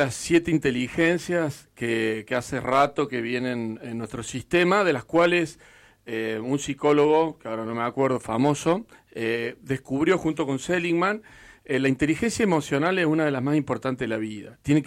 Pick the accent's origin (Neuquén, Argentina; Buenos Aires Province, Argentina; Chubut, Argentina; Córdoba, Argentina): Córdoba, Argentina; born there